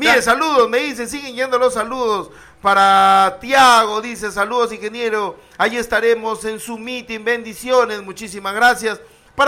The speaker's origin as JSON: {"language": "Spanish", "town": "Túcume", "region": "Lambayeque", "country": "Peru"}